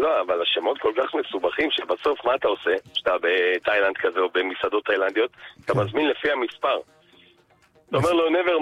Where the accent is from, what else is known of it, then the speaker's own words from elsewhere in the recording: Rishon LeZion, Central District, Israel; אני גדלתי בראשון